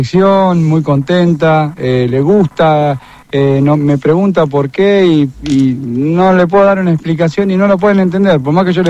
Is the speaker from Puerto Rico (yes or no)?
no; Argentina; now in United States; yo soy oriundo de Villavoy